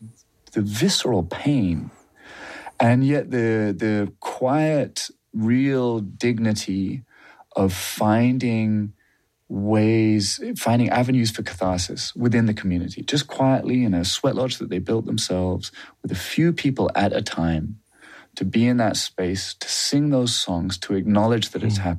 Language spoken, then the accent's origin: English; United Kingdom; because I'm a Brit, I was nervous I was going to get dehydrated